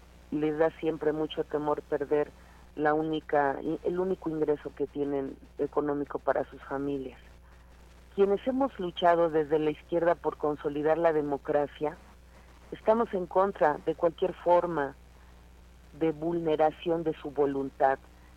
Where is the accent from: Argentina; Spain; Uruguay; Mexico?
Mexico; Tlaxcala